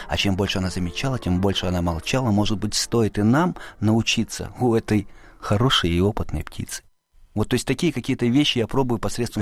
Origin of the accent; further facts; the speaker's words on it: Siberia, Russia; я родом из Сибири, да, там вот из этой той самой тайги